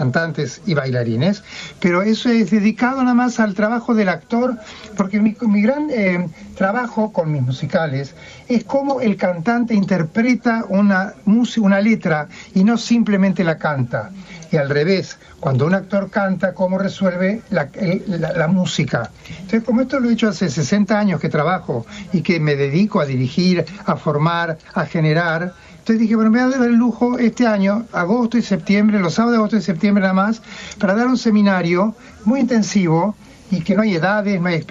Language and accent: Spanish; Argentina; son cosas muy conmovedoras en vivirlas como argentinos para mí.